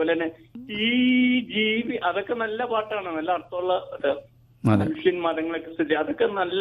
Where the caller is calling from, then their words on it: Vayalar, Kerala, India; എന്റെ നാട്ടുകാരനാണ് വയലാർ.